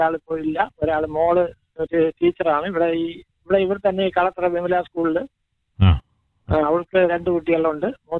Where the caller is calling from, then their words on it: Mundela, Kerala, India; ഞാനും മുണ്ടേല.